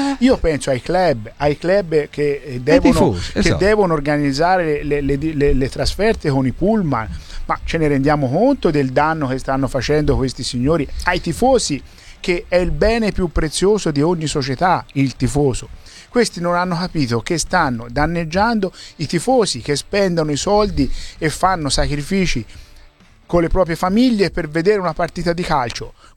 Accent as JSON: {"language": "Italian", "town": "Siena", "region": "Tuscany", "country": "Italy", "said": "non sono fiorentino, sono senese, sono un ghibellino doc."}